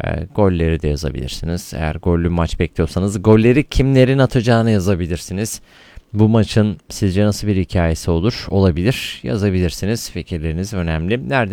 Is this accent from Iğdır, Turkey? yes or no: yes; Iğdır, Turkey; moved away; Kendi memleketimde radyo çekmiyor.